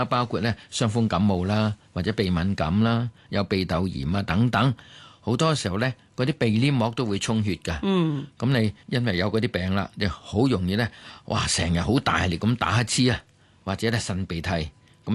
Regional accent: Guangdong, China; 我廣東人叫流鼻血啦

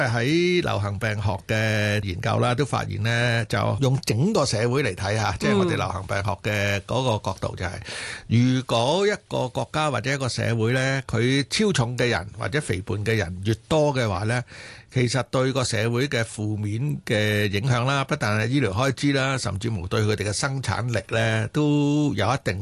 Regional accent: China; 咁因为健康中国嚟讲都知道我哋中国人咧14亿嘅市民啦

